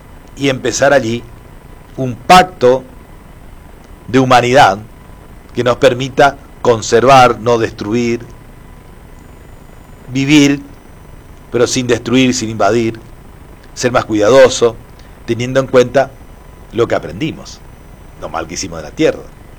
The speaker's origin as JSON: {"language": "Spanish", "country": "Argentina", "said": "como ciudadanos, como argentinos"}